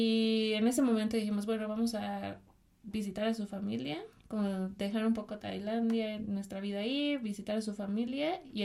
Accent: Mexico; Y pues también creo que como mexicano siempre se extraña una fiesta.

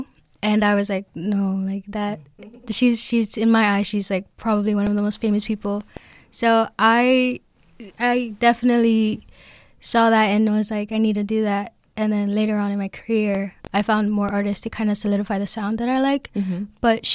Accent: New York City, New York, United States; I am a New Yorker, born and raised in the Bronx.

